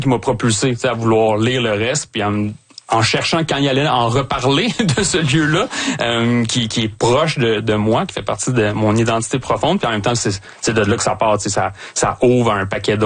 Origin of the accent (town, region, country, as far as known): Pointe-aux-Trembles, Quebec, Canada; born or raised there